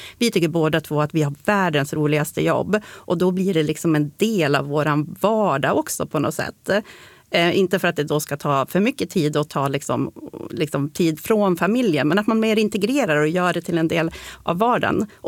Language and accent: Swedish; Sweden; moved away as an adult; also born or lived in Stockholm / Kalmar; Då tänkte vi att det kanske var ganska fiffigt att flytta hemåt igen. Min man är ju också född och uppvuxen här.